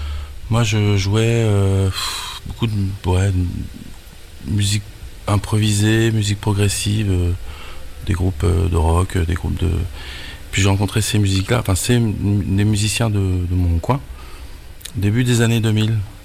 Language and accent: French; Bessines, Nouvelle-Aquitaine, France; now in Poitiers, France; je suis de Poitiers, originaire de Bessines, donc vraiment dans le Marais, quoi, dans le Marais Poitevin.